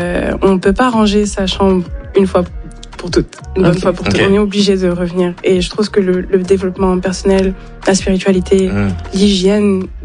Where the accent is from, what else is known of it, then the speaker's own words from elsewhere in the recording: Brittany, France; quand j'étais petite, j'ai grandi en Bretagne.